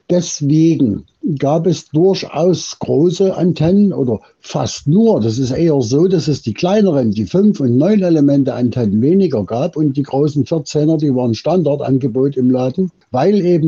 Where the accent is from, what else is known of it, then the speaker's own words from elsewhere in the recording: Freiberg, Saxony, Germany; Dort habe ich, wie bei uns in Freiberg, weiß ich noch, wie heute das erste Mal